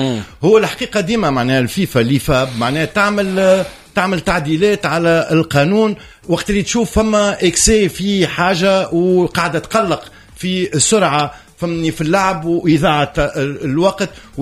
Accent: Tunisia; اللي عندنا في تونس دي راماسور

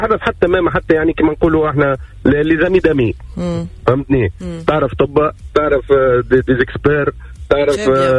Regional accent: Hammamet, Nabeul Governorate, Tunisia; moved away as an adult; أنا أصيل مدينة الحمامات

